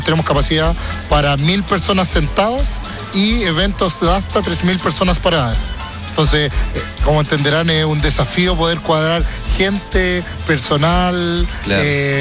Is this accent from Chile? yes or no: yes; Santiago, Santiago Metropolitan Region, Chile; now in Curicó, Chile; Yo soy de Santiago, llevo 10 años viviendo aquí en Curicó, no está.